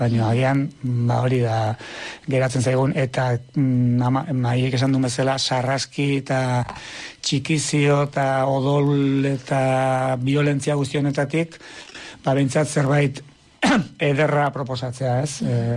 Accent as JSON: {"language": "Basque", "town": "Tolosa", "region": "Basque Country", "country": "Spain", "said": "ni Tolosarra naiz"}